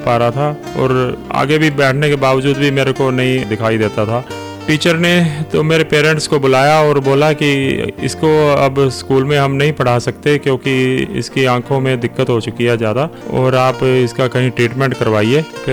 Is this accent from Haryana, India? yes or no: yes; Kurukshetra district, Haryana, India; मेरा जन्म डिस्ट्रिक्ट कुरुक्षेत्र शाहबाद मारकंडा के पास गांव कलसाना है, वहाँ हुआ। और गांव में रहे